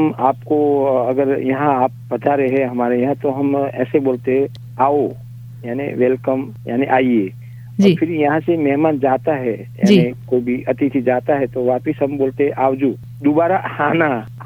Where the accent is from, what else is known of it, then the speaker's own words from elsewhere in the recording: Der, Gujarat, India; मेरा गाँव का नाम डेर और तहसील जिला पाटन जहाँ रानी की गाँव है